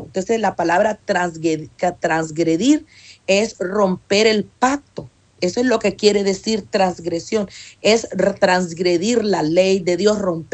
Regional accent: United States; muchas veces se nos pasan los altos, especialmente cuando somos de Estados Unidos.

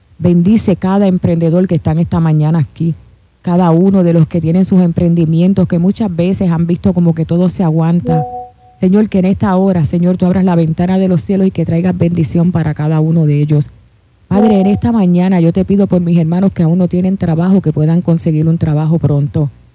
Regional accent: Puerto Rico; Yo soy boricua

